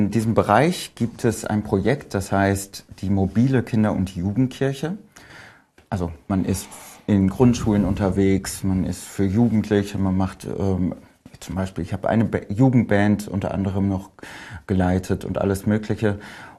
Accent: North Rhine-Westphalia, Germany; Ich komme aus Westfalen, habe dort immer schon, wie es viele kennen, Klavier gespielt

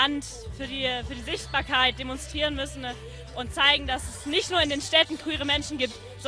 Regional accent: Saxony, Germany; Nein, ich komme aus Sachsen.

